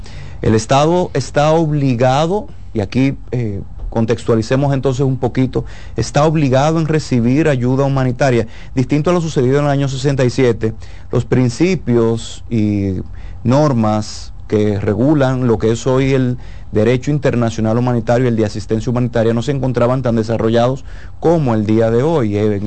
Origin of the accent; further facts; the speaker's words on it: Dominican Republic; pueblos hermanos como nosotros, República Dominicana.